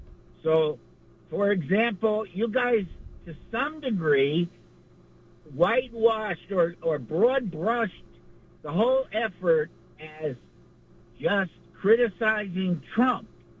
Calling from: Montclair, New Jersey, United States; I'm calling from Bourget, Montclair.

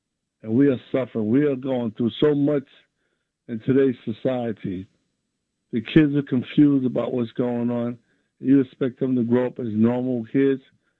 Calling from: New York City, New York, United States; I'm calling from Brooklyn.

